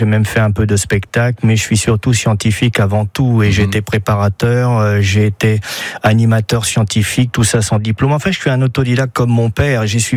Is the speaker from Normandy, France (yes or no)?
no; Paris, Île-de-France, France; now in Sarthe, France; je suis pas sartois, je suis parisien d'origine. Et donc, Paris, c'est comme chez moi, c'est la ville que je connais le mieux.